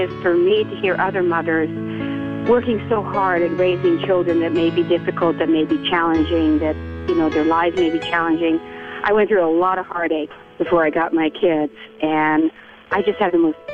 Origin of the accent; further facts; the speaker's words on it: Netherlands; now in United States; And I immigrated over from Holland myself. And, I came over on a boat in 1956.